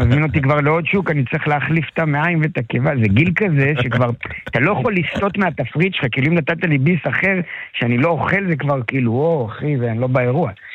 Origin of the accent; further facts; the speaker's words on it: Jerusalem, Jerusalem District, Israel; now in Tel Aviv, Israel; קודם כל במקור אני ירושלמי